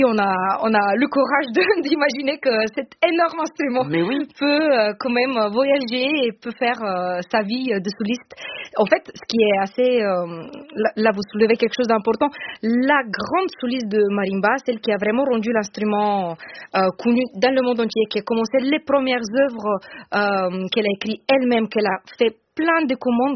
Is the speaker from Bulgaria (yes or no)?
yes; Bulgaria; French is a second language; now in France; quand je suis arrivée en France en 2004-2005, je n'avais pas encore un marimba 5 octaves, en fait, j'ai grandi en Bulgarie, dans une famille de musiciens